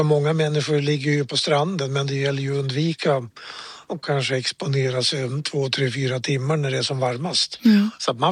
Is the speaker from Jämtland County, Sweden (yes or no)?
yes; Jämtland County, Sweden; hemma i Jämtland blir det lite svalare